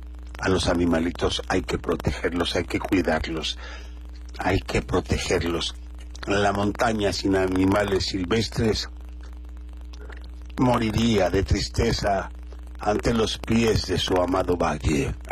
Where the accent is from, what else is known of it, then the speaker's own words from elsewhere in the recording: Guerrero, Mexico; Amaría mucho más a los que, como yo, somos orgullosamente indígenas de Guerrero, de la tierra de Guerrero.